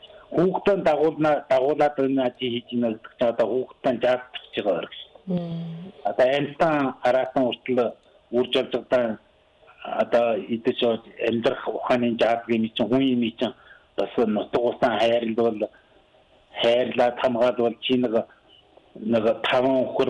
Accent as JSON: {"language": "Mongolian", "region": "Inner Mongolia", "country": "China", "said": "Одоо манай нутаг одоо өвөр Монголд яваг байхгүй."}